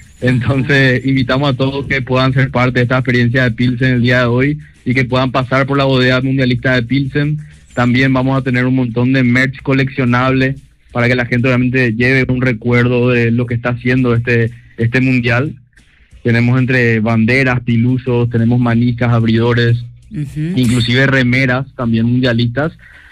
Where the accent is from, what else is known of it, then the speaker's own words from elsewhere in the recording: Paraguay; todos los paraguayos que nunca dejamos de creer en la Birroja